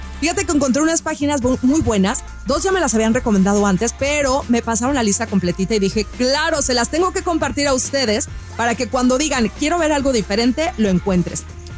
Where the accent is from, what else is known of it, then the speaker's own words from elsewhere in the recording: Sinaloa, Mexico; es también paisana mía, porque ya saben que yo soy sinaloense